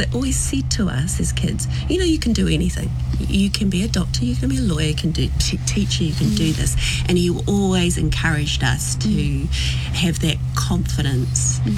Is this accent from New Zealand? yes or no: yes; Whakatane, Bay of Plenty, New Zealand; born there; moved away as an adult; also born or lived in England / Rotorua; now in Auckland, New Zealand; I was born in England and then we immigrated to New Zealand in 1973 and grew up in Rotorua and then Whakatane. So Whakatane, I always say, is my home.